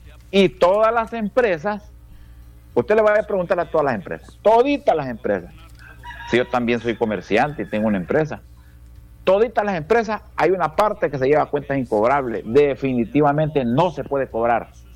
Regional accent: Honduras; ¿Usted cree que yo como hondureño puedo estar contento?

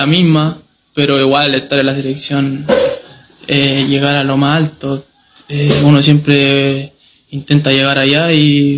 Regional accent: Angol, Araucanía, Chile; now in Temuco, Chile; No, yo soy de Angol, llegué a Temuco el 2019, y aquí ya he estado hasta el día de hoy.

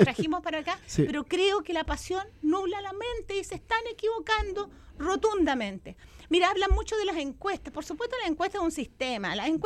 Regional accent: Chile

